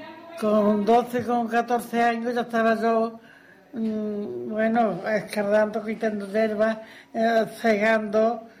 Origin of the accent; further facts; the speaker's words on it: Cañada, Spain; Yo soy de aquí, de Cañada.